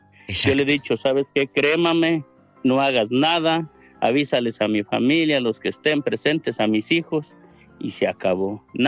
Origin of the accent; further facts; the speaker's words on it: Doctor Mora, Guanajuato, Mexico; now in Tucson, United States; Pero de un pueblito de Doctor Mora, Guanajuato.